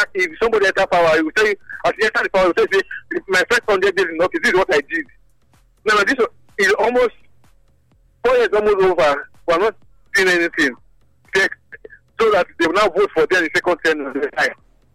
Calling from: Nigeria; I'm from the top of GRA.

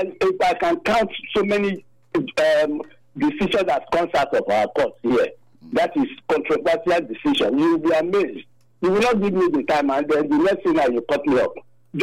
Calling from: Nigeria; I'm calling from Ogbesa community.

